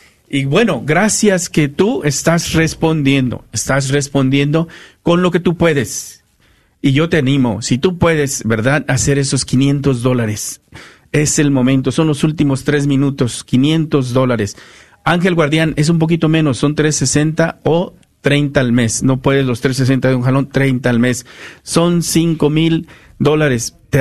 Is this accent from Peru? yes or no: no; Guerrero, Mexico; una de mi tierra, de allá de Guerrero.